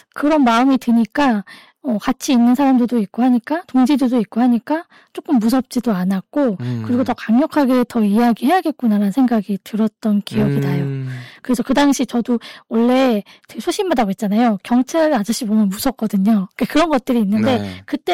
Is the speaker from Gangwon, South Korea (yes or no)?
no; Buan, North Jeolla, South Korea; 저는 지역이 부안이었어요. 사는 공간이 부안이었고.